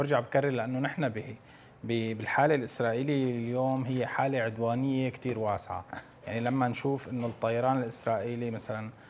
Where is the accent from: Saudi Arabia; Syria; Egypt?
Syria; ربما يعني تسبب تبعات نحن كسوريين جميعا بغينا عنا. نحن خارجين من حرب 14 سنة مدمرة